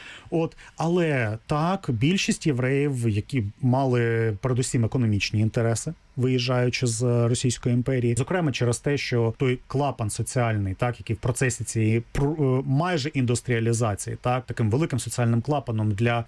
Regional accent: Kryvyi Rih, Dnipropetrovsk Oblast, Ukraine; ну, я сам з Кривого Рогу, так, і містечко Кривий Ріг на той час ще не місто

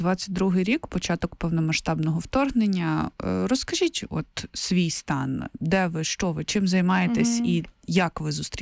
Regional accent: Kyiv, Ukraine; я киянка, народилася і виросла тут

